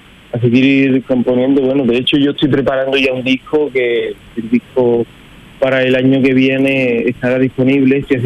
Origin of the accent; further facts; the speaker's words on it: Iznalloz, Andalusia, Spain; yo la compuse con unos 15 o 16 años en mi pueblo